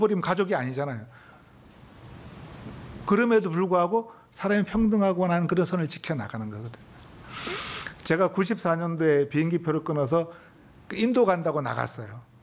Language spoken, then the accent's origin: Korean; South Korea; 나는 한국 사람이라서